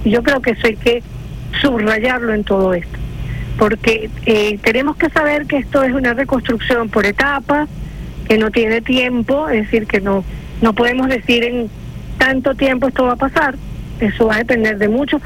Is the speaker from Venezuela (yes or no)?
yes; Venezuela